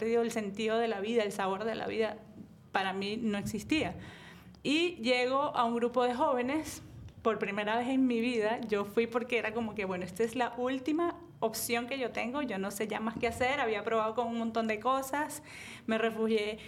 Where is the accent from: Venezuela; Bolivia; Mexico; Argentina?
Venezuela; now in Miami, United States; yo tengo 11 años viviendo acá en Miami, soy venezolana